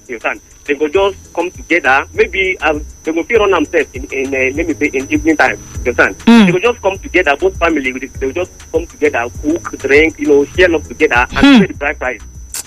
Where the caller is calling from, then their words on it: Enugu State, Nigeria; I'm from Utuka. I'm from Enugu State.